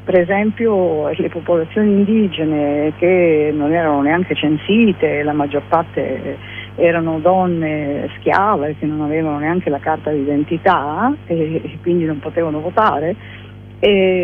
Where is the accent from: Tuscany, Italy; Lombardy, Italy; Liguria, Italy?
Liguria, Italy; io sono della Liguria, del Ponente Ligure